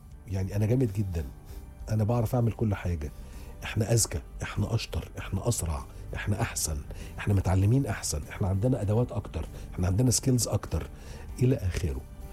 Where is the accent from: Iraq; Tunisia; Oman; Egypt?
Egypt; عندنا في مصر